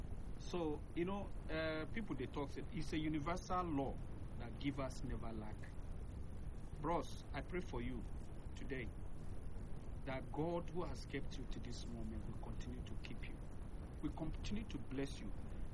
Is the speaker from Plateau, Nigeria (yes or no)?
no; Lagos, Nigeria; we grew up together in Lagos